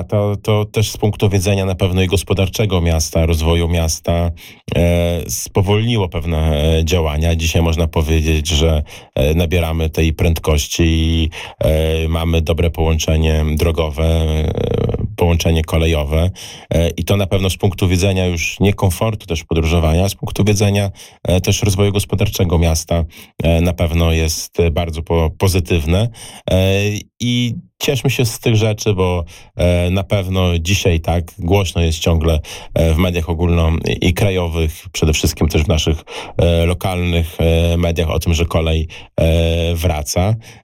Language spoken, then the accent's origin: Polish; Łomża, Podlaskie Voivodeship, Poland